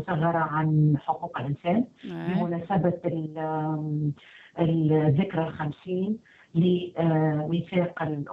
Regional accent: Tunisia; moved away; أنا تونسية، معناها أرتدي تونسيتي بكل فخر واعتزاز، معناها حتى مع ناس ما نعرفهمش نقول لهم أنا تونسية

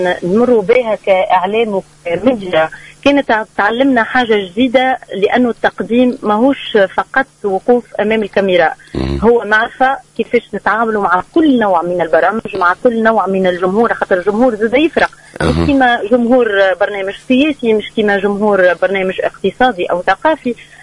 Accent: Tunisia; moved away as an adult; كنت نطمح اني نخرج كنجمة من تونس ولا نخرج كاسم اعلامي متميز في تونس.

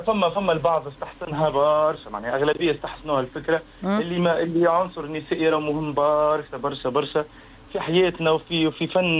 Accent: Tunisia; أنا شاب تونسي

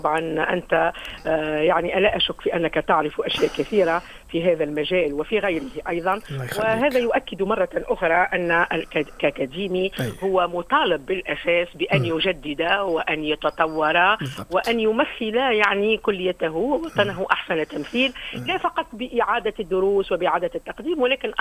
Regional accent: Kelibia, Nabeul Governorate, Tunisia; born there; also born or lived in Menzel Temime; أنا بطبيعتي مسقط رأسي ولدت في مقليبيا، في مدينة قليبيا

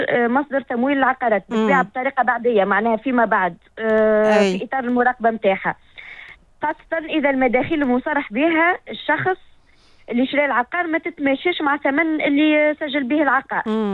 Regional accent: Tunisia; عندنا في تونس

